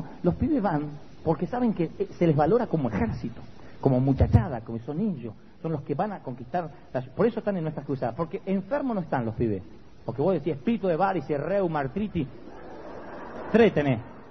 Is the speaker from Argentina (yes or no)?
yes; Argentina; yo puedo hablar así porque soy argentino.